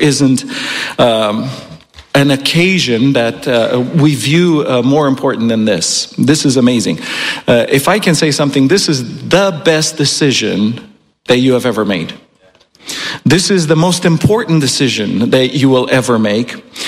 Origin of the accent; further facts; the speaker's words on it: Romania; moved away; Îmi aduc aminte când eram copil în România